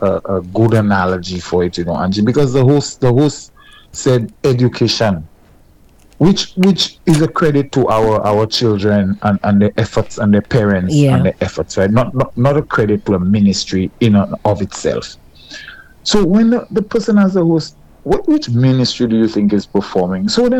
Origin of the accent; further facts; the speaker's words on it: Vieux Fort, St. Lucia; moved away; I'm from a farming community. I'm from Vifort North, right?